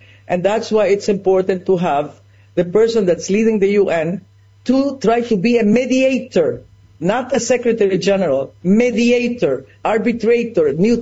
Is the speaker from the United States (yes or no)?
no; Ecuador; I was raised in Ecuador that Peru is my enemy. That as a child, a child, I went to school, that Peru was our enemy that took half of our land